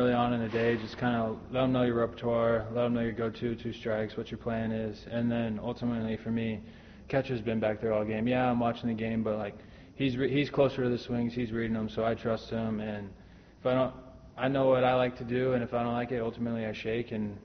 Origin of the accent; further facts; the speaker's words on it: Houston, Texas, United States; I mean, I grew up in Houston, humidity through the wazoo, and I'm not a big fan of the cold, to be honest with you.